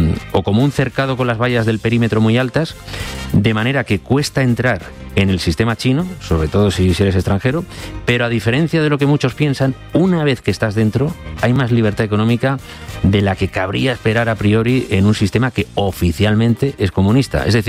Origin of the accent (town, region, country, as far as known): Mediterranean coast, Spain; born there; now in Madrid, Spain